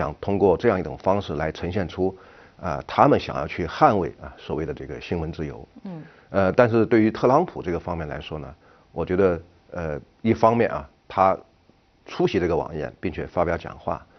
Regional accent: China; 我们中国人

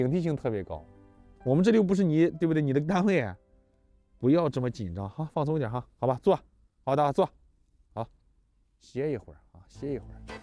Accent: Shandong, China; 就在我们山东人有一句古语讲，叫家财万贯，带毛的不算。

